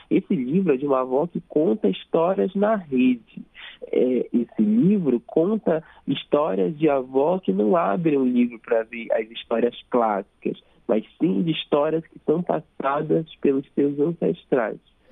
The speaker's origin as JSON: {"language": "Portuguese", "town": "Cachoeira do Arari", "region": "Pará", "country": "Brazil", "tie": "born or raised there", "said": "A minha infância foi em Cachoeira do Arari, na Ilha do Marajó, cercada por esse verde, cercada pelos bichinhos da floresta, pelos peixes, pelos animais."}